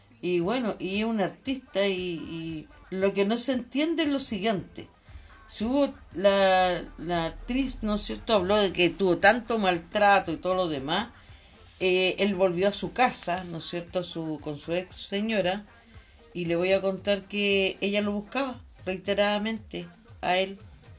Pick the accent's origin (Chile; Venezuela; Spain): Chile; somos chilenos